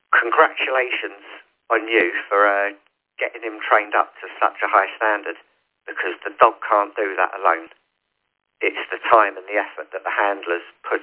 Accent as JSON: {"language": "English", "town": "Rossendale", "region": "North West England", "country": "United Kingdom", "said": "I'm from Rossendale, which is just on the outskirts of Burnley."}